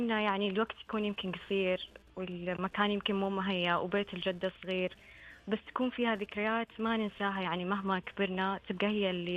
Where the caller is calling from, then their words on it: Dammam, Eastern Province, Saudi Arabia; من الدمام.